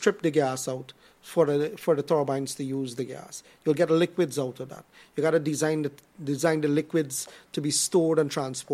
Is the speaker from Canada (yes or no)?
no; Ridenhope, Essequibo Islands-West Demerara, Guyana; I born and raised in Ridenhope. So I know when you go through there, you can't move.